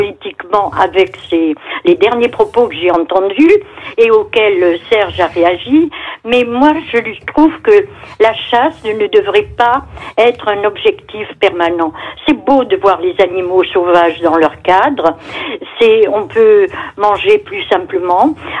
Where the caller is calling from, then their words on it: Génis, Nouvelle-Aquitaine, France; D'un petit village du Périgord